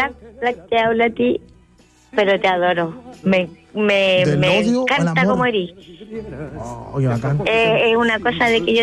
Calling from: Santiago, Santiago Metropolitan Region, Chile; Yo soy de Cerro Navia.

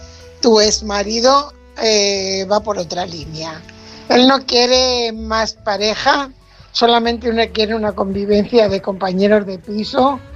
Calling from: Fuenlabrada, Community of Madrid, Spain; corresponsal de Fuenlabrada.

